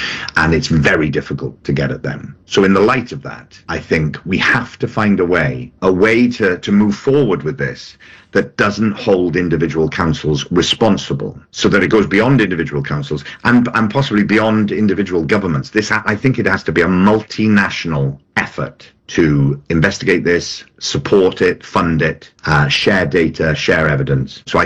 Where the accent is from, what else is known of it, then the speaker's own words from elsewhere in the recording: Newport, Wales, United Kingdom; I was born in Newport in South Wales